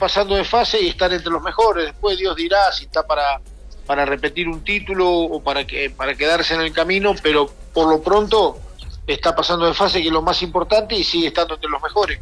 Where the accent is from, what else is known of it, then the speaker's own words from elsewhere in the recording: Argentina; a nosotros los argentinos